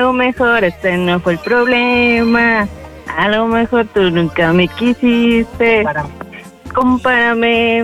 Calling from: Mexico

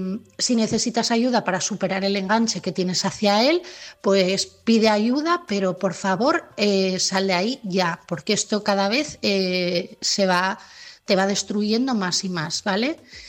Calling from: Asturias, Spain; de Asturias

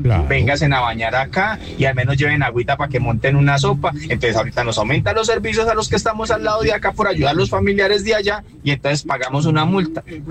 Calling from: Medellín, Antioquia, Colombia; yo vivo en Manrique, mi mamá vive en la en el sector que está sin agua, porque yo vivo aquí antes de la piloto.

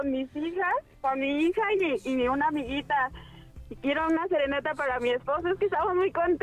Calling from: San Vicente Chicoloapan, State of Mexico, Mexico; Aquí en San Vicente, Chicoloapan.

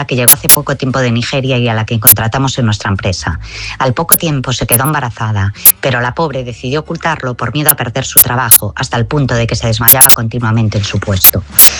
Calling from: A Coruña, Galicia, Spain; de Coruña

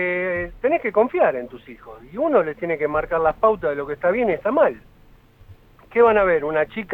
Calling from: San Antonio de Padua, Buenos Aires Province, Argentina; Yo vivo en la calle que divide Ituzaingó de Padua. Y estoy a 8 cuadras, 10 cuadras del Club Ateneo.

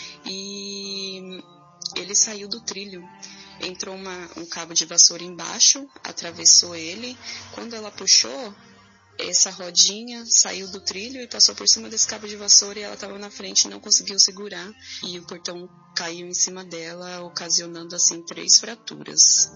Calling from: Guarulhos, São Paulo, Brazil; sou de Guarulhos.

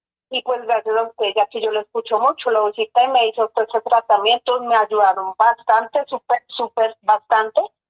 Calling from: Tiribita, Boyacá, Colombia; lo estoy llamando de Tiribita

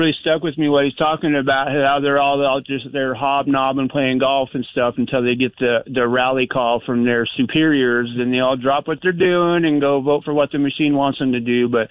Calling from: Arizona, United States; here I am calling you from Arizona, you know, where the McCainite McCainism thing is still alive and well.

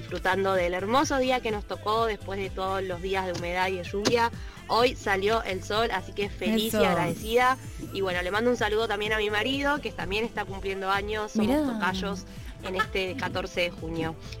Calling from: Berazategui, Buenos Aires Province, Argentina; de Berazategui. En el 2011 estaba cumpliendo mis 15 años, hace un día como hoy. Hoy 14 de junio cumplo 32 años.

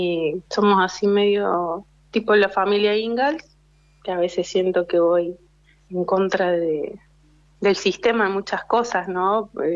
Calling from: Córdoba, Argentina; Estoy como a 8 horas de donde estás vos. Vivo en Córdoba y soy mamá de 3 nenas.

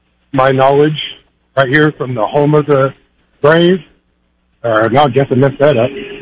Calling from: St. Joseph, Missouri, United States; I live in St. Joe, which is about 40 minutes north of the best chicken strip on the planet

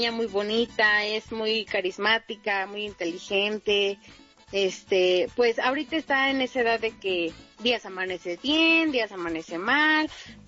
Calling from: Tizayuca, Hidalgo, Mexico; me comunico desde Tizayuca.

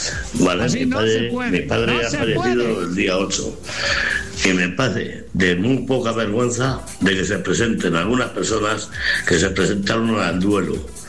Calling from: Cantillana, Andalusia, Spain; Soy el barquero de Cantillana

